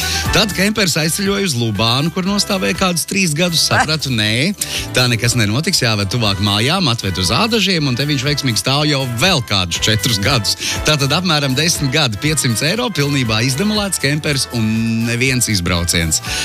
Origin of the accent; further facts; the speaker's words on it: Gulbene, Vidzeme, Latvia; Pats esmu no Gulbenes, un tad nu tā visu izdaram